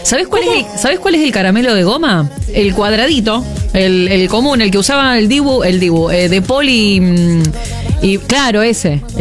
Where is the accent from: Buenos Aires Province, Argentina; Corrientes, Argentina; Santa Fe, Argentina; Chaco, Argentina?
Santa Fe, Argentina; Rosario; born there; now in Buenos Aires, Argentina; Yo nací en Rosario y ahora hace 10 años que vivo en Buenos Aires